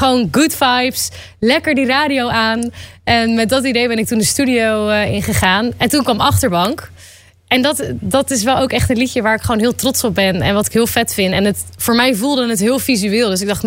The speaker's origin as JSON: {"language": "Dutch", "town": "Hoorn", "region": "North Holland", "country": "Netherlands", "tie": "born there", "moved": "yes", "lives_now": "Amsterdam, Netherlands", "said": "Ik ben geboren in Horen."}